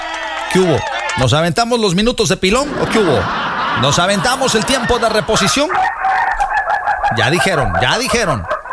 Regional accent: Veracruz, Mexico; Y como jarocho

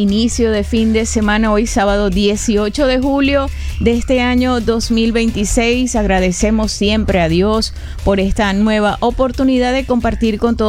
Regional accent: Venezuela

